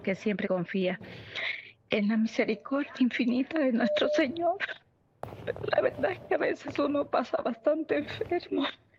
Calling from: Minas de Oro, Comayagua, Honduras; Llamo desde Honduras, de Minatioro, Comayagua, Honduras

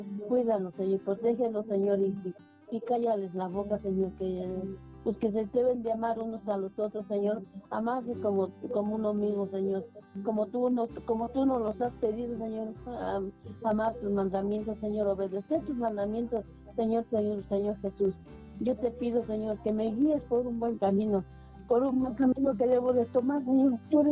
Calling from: Valle de Bravo, State of Mexico, Mexico; De Valle de Bravo.

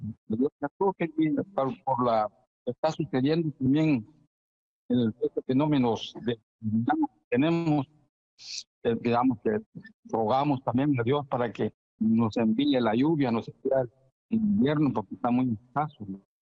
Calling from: Mazatenango, Suchitepéquez, Guatemala; yo aquí le estoy llamando de Cantón Gucales, Mazatenango, Suchitepéquez, okay. Guatemala.

